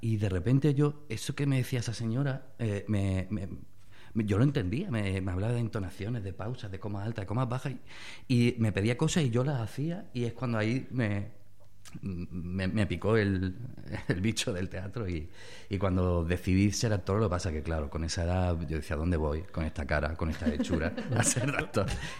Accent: Villena, Valencian Community, Spain; now in Málaga, Spain; estoy muy, muy, muy contento de haber vuelto a mi pueblo

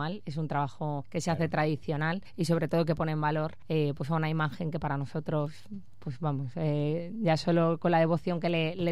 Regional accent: Alicante, Valencian Community, Spain; todo lo que sentimos como alicantinos, nuestro Alicante más auténtico

